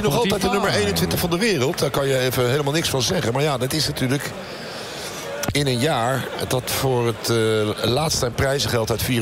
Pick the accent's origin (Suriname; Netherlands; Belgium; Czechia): Netherlands; Rotterdam, South Holland; ik ben een echte Rotterdammer, geboren, getogen, Henegouwelaan.